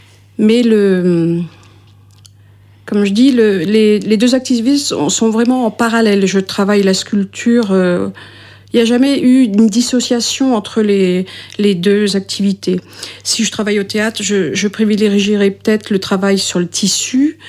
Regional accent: Brest, Brittany, France; born there; moved away as an adult; Je suis bretonne, je suis née à Brest et je suis partie travailler à Paris parce que il y avait un peu plus

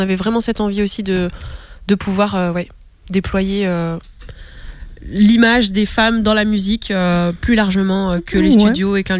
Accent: Brest, Brittany, France; also born or lived in Marseille; Même si je suis brestoise, je suis née à Marseille

